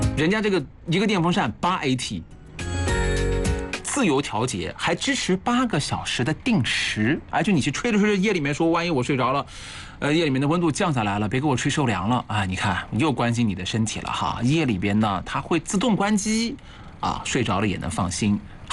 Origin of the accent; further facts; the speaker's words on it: Hefei, Anhui, China; accent: Hefei dialect; 我们合肥话